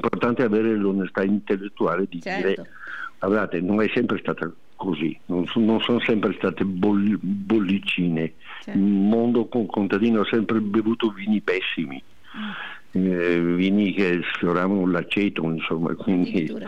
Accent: Veneto, Italy

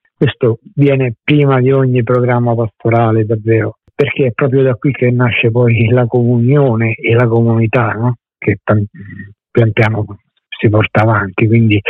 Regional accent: Rome, Lazio, Italy; Io sono nato e cresciuto a Roma, sono entrato in seminario, al Seminario Romano Maggiore

